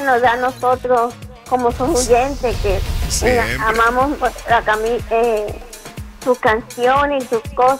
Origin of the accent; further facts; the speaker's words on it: Puerto Rico; Soy de Puerto Rico.